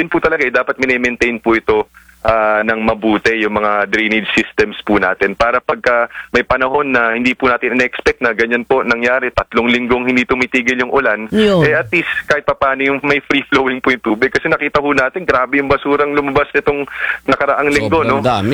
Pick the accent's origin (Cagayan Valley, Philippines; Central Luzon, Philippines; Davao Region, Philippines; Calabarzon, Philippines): Cagayan Valley, Philippines; sa amin sa Cagayan Valley